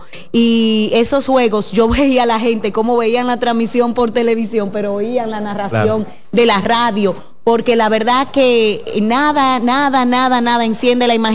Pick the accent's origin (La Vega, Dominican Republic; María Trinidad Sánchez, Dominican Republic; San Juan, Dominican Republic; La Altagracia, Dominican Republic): La Vega, Dominican Republic; yo soy de La Vega